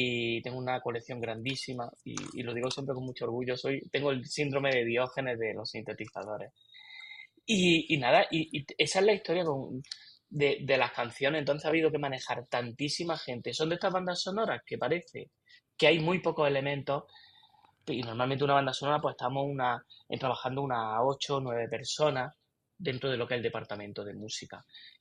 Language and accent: Spanish; Granada, Andalusia, Spain; Granada, de donde yo soy